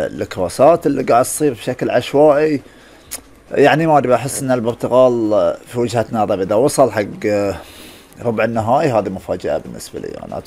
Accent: Bahrain; احنا كمنتخب بحريني

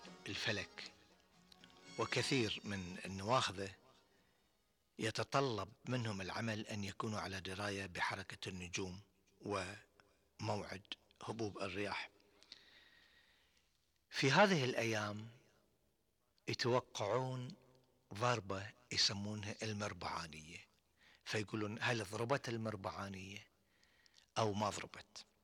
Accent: Bahrain; وعندنا في البحرين ما أقدر أقول إن فترة المطر

